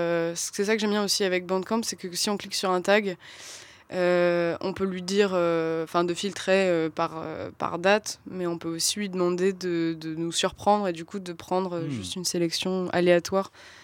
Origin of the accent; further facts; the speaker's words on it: Toulouse, Occitanie, France; moi je viens de Toulouse et à Toulouse il y a eu une très très grosse importation de la musique UK